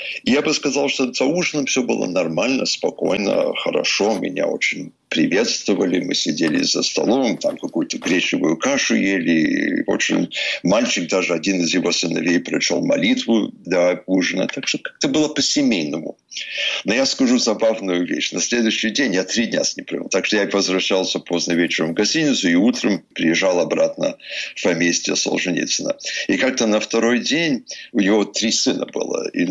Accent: Vermont, United States; в Вермонт, мой родной штат

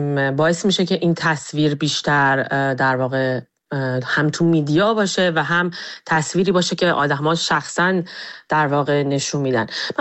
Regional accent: Iran; now in United States; ترجیح میدم الان بلیطمو بخرم و برم ایران و کنار دوستام، کنار خانوادم و برگردم به شهر خودم

